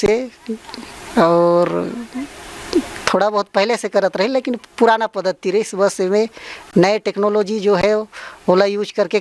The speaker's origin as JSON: {"language": "Hindi", "area": "Surguja district", "region": "Chhattisgarh", "country": "India", "said": "मैं ग्राम पंचायत बटवाही के निवासी हूँ।"}